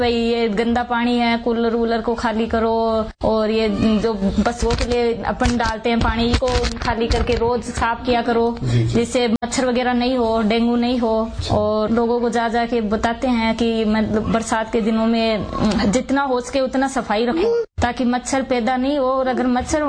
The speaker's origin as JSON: {"language": "Hindi", "town": "Neem Ka Thana", "region": "Rajasthan", "country": "India", "tie": "born or raised there", "said": "मैं सीकर जिले की हूँ, नीमका थाना मेरा गांव है"}